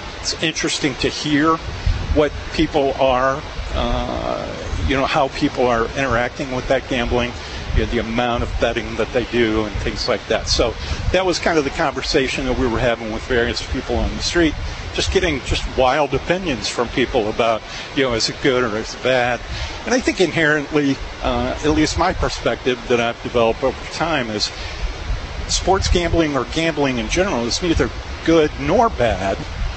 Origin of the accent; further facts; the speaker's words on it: St. Louis, Missouri, United States; And I grew up in St. Louis, so I've been a Cardinal fan my entire life. It's assigned to you at birth when you grow up in St. Louis and you're born there.